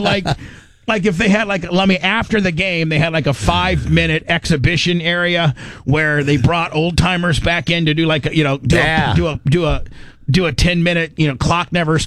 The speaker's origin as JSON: {"language": "English", "town": "Warsaw", "region": "Indiana", "country": "United States", "tie": "born or raised there", "said": "I grew up in Warsaw, which is the capital of, or the, you know, the you know, each county has, like, each county has its capital."}